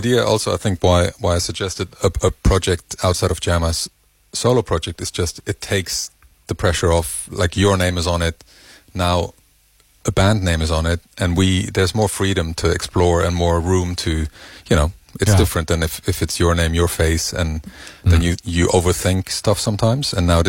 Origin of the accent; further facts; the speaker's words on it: The Hague, South Holland, Netherlands; born there; English is a second language; French mother, German father, born at The Hague. So you choose which one I can smuggle into different nationalities.